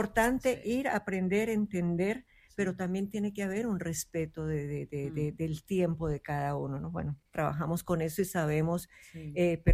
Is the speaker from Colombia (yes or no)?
yes; Colombia; Pero yo soy colombiana, sí, sí, entonces sí.